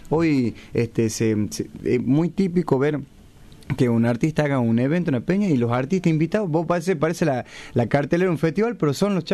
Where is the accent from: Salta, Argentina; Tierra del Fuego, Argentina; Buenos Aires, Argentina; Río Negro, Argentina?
Salta, Argentina; yo soy salteño, nacido y criado en Salta Capital